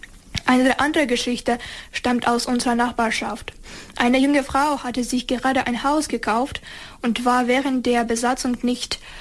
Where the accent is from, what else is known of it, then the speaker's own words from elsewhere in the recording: Hostomel, Kyiv Oblast, Ukraine; German is a second language; moved away; also born or lived in Zhytomyr; eigentlich bin ich in Jedoma geboren, aber danach sind meine Eltern und ich nach Kiew umgezogen. Ja, aber den großen Teil meines Lebens habe ich jedoch im Hostomel gelebt. So, es ist ein kleiner Staat in der Region Kiew. Kann ich sagen, so bis zur Hauptstadt war es etwa 15 Minuten mit dem Auto.